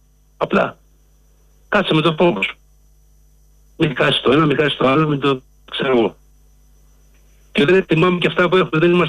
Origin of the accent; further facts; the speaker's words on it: Greece; Εγώ πήρα να πω ότι δεν τρέπομαι ρε φίλε που είμαι Έλληνας. Πραγματικά δεν τρέπομαι που είμαι Έλληνας.